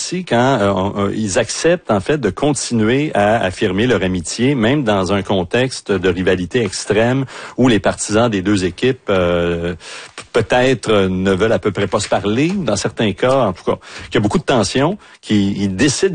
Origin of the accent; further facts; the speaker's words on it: Saint-Jérôme, Quebec, Canada; Ben oui, c'est ma ville natale.